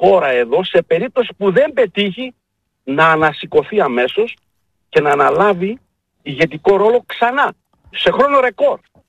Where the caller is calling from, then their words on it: Hanover, Lower Saxony, Germany; από Ανόβερα. Σας χαιρετώ όλους.